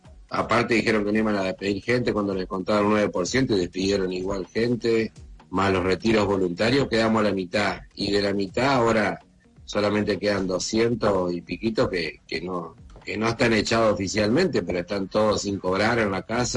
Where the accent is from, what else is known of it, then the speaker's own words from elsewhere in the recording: Concepción del Uruguay, Entre Ríos, Argentina; Nosotros somos de Concepción del Uruguay, Entre Ríos